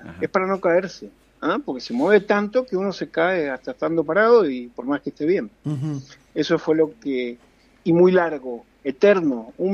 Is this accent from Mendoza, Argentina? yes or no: yes; Mendoza, Argentina; now in Cali, Colombia; Sí tengo experiencia sísmica, soy de Mendoza, ¿no? Y he padecido los terremotos en su momento de Caucete, el del año 85, el 26 de enero